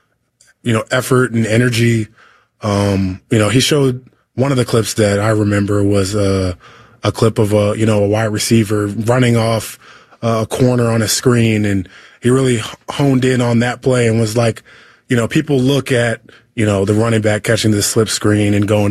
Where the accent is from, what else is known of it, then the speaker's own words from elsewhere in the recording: Maryland, United States; I grew up in Maryland. We get some similar weather there.